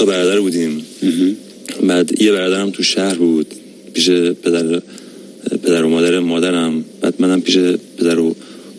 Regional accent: Bojnurd, North Khorasan, Iran; من تو فروردین 60 تو بجنورد به دنیا اومدم.

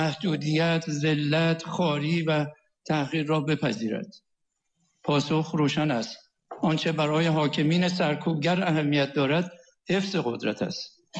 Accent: Iran; به عنوان یک ایرانی و پیشکسوت ورزشی

